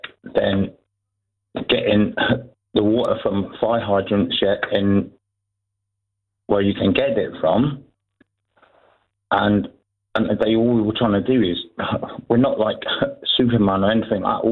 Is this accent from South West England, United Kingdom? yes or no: yes; South West England, United Kingdom; So I'm from Cornwall.